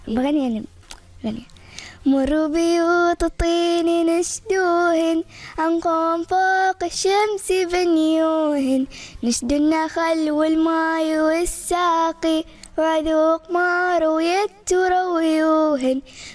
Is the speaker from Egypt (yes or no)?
no; Oman; وطني عمان هو المكان الذي ولدت فيه وكبرت فيه، هو المكان الذي أحلم أن أحقق فيها طموحي.